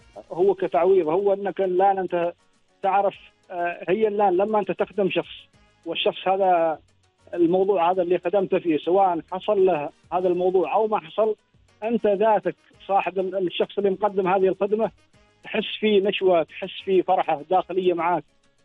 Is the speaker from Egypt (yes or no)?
no; Oman; وخاصة عندنا في سلطنة عمان